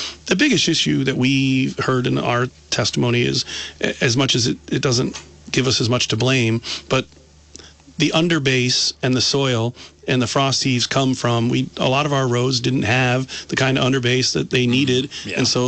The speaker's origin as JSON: {"language": "English", "town": "Brandon", "region": "Vermont", "country": "United States", "tie": "born or raised there", "also_born_or_lived": "Rutland", "said": "I was born in Rutland, raised in Brandon"}